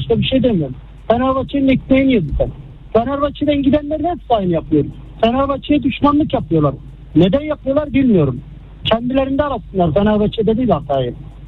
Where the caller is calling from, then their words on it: Istanbul, Turkey; ben İstanbul'dan.